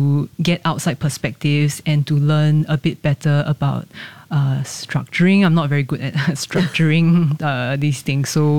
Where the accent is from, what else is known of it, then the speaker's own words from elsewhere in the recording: Singapore; moved away; growing up in Singapore, I think is extremely unique.